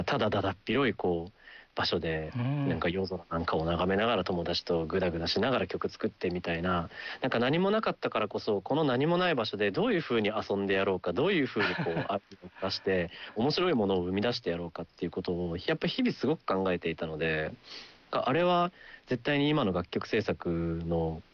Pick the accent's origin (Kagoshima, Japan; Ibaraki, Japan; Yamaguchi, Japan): Yamaguchi, Japan; 山口県で生まれ育ってよかったなと心から思うし、